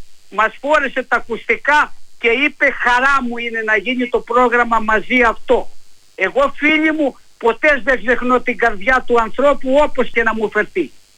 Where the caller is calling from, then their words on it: Rodia, Greece; στο χωριό μου στη Ροδιά